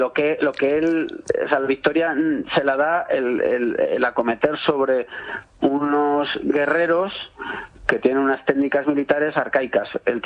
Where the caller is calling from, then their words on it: Cuenca, Castilla-La Mancha, Spain; En mi pueblo, en Cuenca estoy.